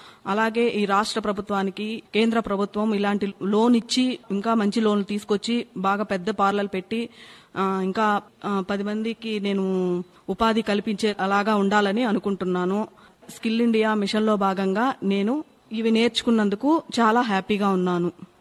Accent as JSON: {"language": "Telugu", "town": "Cherlopalli", "region": "Andhra Pradesh", "country": "India", "said": "నేను తిరుపతి నుంచి చెర్లోపల్లి నుంచి వచ్చాను."}